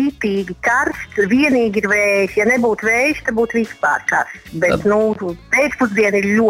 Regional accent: Sigulda, Sigulda Municipality, Latvia; born there; now in Valmiera, Latvia; Mēs no Siguldas braucām uz Aloju

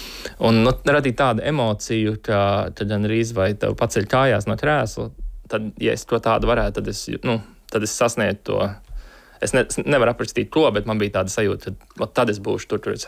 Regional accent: Bauska, Bauska Municipality, Latvia; Jā, Bauskā ir. Nē, mana mamma ir sporta speciāliste. Man praktiski no 4 gadu vecuma ir bijis jābūt sportā.

